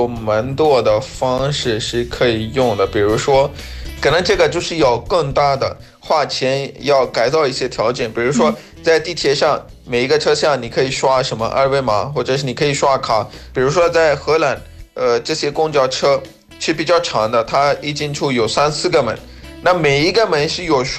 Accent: Pakistan; Chinese is a second language; ，我们巴基斯坦查鲁德米特斯萨普拉夫斯

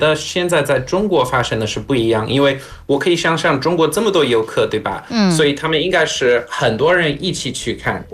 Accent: South Africa; 但是我们在南非最大的行业之一就是挖矿，就是黄金还有钻石什么的，所以

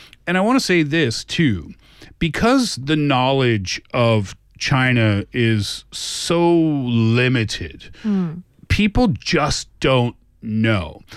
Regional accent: Canada; Yeah, well, but listen, I'm from Canada. People think we live in igloos.

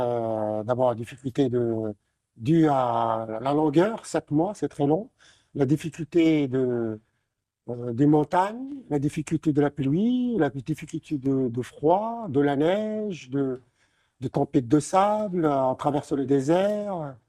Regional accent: Morocco; born there

